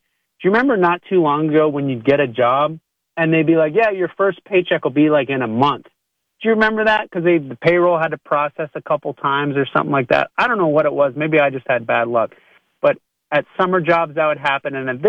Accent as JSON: {"language": "English", "country": "Canada", "said": "I'm originally from Canada."}